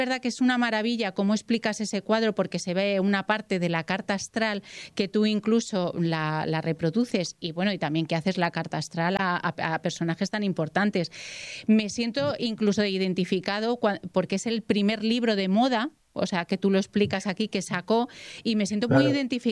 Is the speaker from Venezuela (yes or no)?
no; Spain; el desconocimiento que tenemos de Velázquez, o sea, vamos a ver. como españoles, que no sepamos.